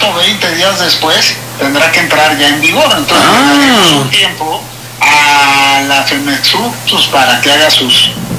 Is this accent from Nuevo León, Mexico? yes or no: no; Veracruz, Mexico; Ahora, como buen veracruzano, pues claro que me encantaría ver al Tiburón otra vez.